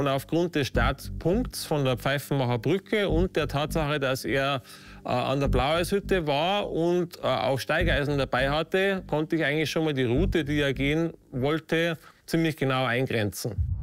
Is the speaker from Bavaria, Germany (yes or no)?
yes; Ramsau, Bavaria, Germany; Ich komme aus der Ramsau und ich habe das Glück, ich kann in der Ramsau arbeiten.